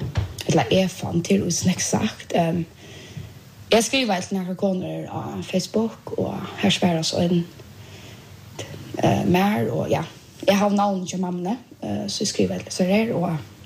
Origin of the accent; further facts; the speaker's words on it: Bulgaria; now in Sweden